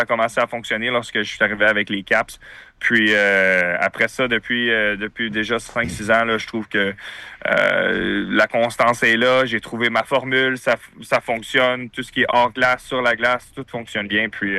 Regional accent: Quebec, Canada; mais je suis fier québécois, fier canadien.

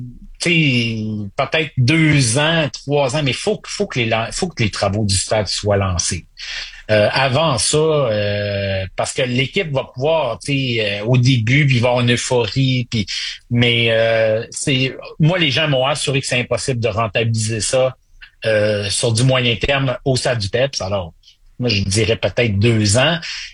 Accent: Quebec, Canada; Moi, j'ai grandi au Saguenay.

